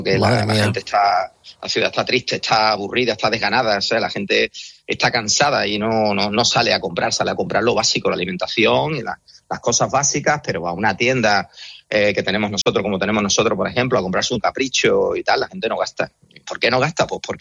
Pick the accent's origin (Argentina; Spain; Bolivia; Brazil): Spain; Pero yo soy español antes que comerciante